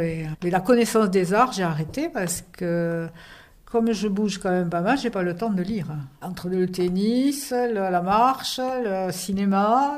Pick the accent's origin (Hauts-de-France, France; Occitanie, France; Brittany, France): Occitanie, France; Carcassonne; born there; also born or lived in Nîmes; C'était à Carcassonne, ça. Je suis née à Carcassonne. Et j'ai parti à Nîmes. Et ma mère s'est fait muter à Nîmes.